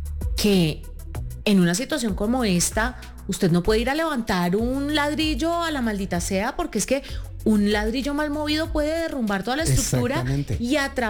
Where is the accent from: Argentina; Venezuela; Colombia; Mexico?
Colombia; Valle del Cauca; now in Bogotá, Colombia; yo soy del Valle, toda mi familia está en Cali, mi mamá vive en Buga, yo entiendo y soy cercana al dolor de la gente, aunque esté viviendo en Bogotá con mi hijo